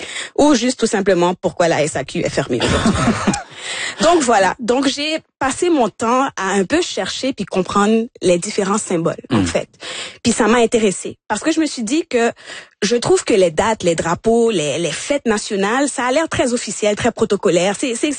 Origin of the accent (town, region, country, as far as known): Montreal, Quebec, Canada; born there